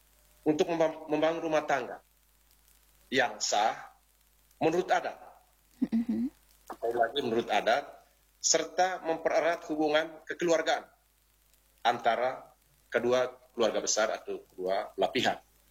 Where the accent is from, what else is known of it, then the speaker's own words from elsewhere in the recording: Manggarai, East Nusa Tenggara, Indonesia; Kalau konteks belis untuk kita orang Manggarai